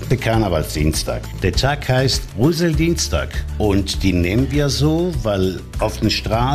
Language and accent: German; Greece; now in Issum, Germany; Ich bin ein Grieche und ich wohne die letzten 10 Jahre in Issum.